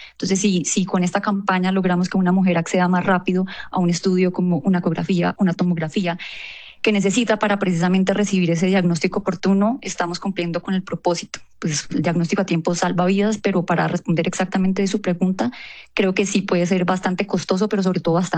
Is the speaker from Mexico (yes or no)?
no; Cúcuta, Norte de Santander, Colombia; now in Bogotá, Colombia